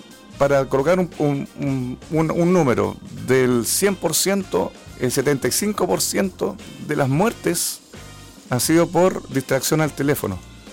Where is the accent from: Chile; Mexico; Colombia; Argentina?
Chile